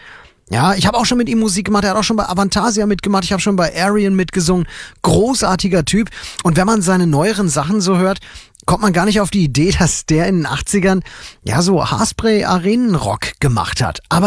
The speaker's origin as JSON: {"language": "German", "town": "Fulda", "region": "Hesse", "country": "Germany", "tie": "born or raised there", "said": "ein großes Konzert hier in Deutschland in Fulda auf dem Domplatz, meine Heimatstadt."}